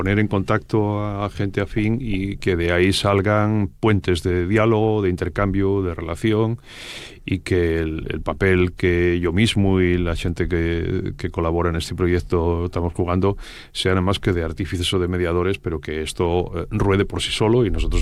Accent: Asturias, Spain; hay además un pulso cultural y vital que a mí como asturiano resulta muy familiar.

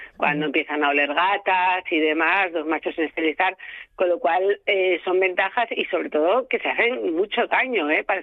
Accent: Asturias, Spain; los asturianos tenemos que estar orgullosos

